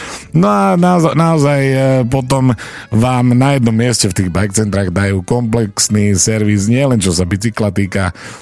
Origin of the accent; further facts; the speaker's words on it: eastern Slovakia, Slovakia; ako sa hovorí u nás na východe